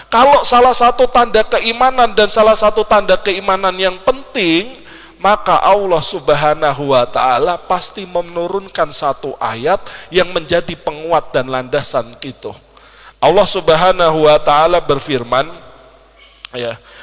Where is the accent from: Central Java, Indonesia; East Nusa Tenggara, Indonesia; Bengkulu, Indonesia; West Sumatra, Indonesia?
Central Java, Indonesia; Surakarta; ya kira-kira kita orang Solo, ya lebih hafal keutamaan orang Betawi apa orang Jawa, Pak?